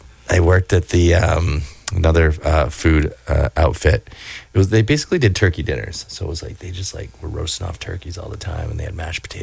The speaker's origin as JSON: {"language": "English", "town": "Topsham", "region": "Maine", "country": "United States", "tie": "born or raised there", "said": "I grew up in Topsom."}